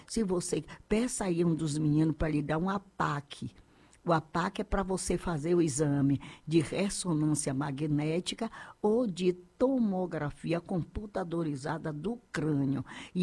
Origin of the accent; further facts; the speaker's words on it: Santo Estêvão, Bahia, Brazil; Sou de Santo Estevão.